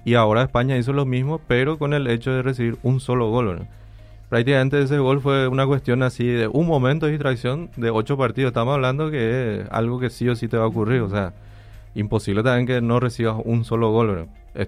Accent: Paraguay

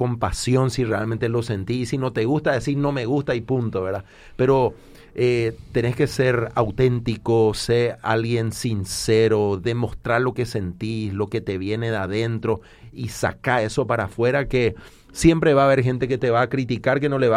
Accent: Paraguay; Y yo soy de Paraguay.

